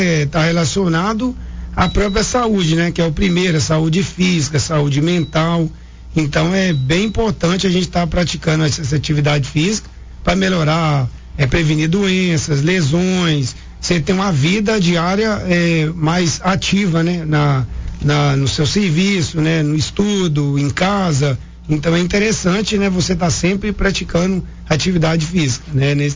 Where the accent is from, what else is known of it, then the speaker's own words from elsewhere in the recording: Coronel Fabriciano, Minas Gerais, Brazil; Eu sou de Coronel Fabriciano, né? Nasci e cresci aqui, desde criança, tenho 43 anos.